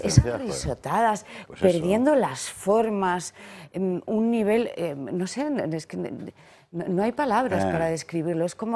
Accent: Spain; lo que más me duele como persona es el nivel al que estamos siendo sometidos los españoles

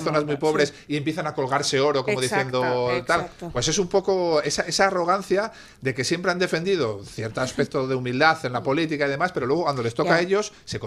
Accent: Asturias, Spain; en Asturias, en mi tierra

